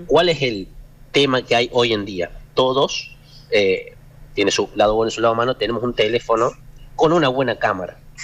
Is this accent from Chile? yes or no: no; Córdoba, Argentina; todos los que somos de Córdoba estamos acostumbrados a tormentas fuertes.